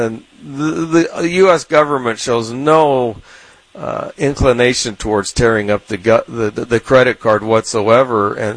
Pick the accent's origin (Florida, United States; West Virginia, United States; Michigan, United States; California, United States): California, United States; San Diego; Yeah, well, I grew up in San Diego, which obviously is a very sunny place, and spent a lot of time at the beach, body surfing, spent a lot of time fishing.